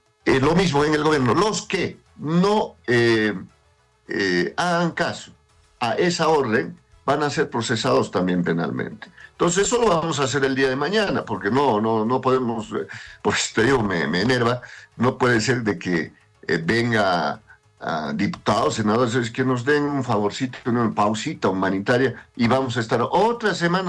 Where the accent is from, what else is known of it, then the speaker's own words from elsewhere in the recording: Bolivia; nuestros derechos como bolivianos